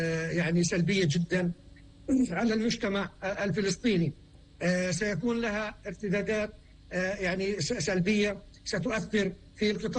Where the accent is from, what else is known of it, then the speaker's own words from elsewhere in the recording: Palestine; لنا كشعب فلسطيني